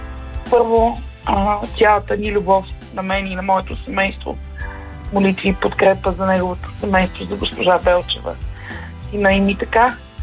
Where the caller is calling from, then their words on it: Sofia, Sofia City, Bulgaria; от София.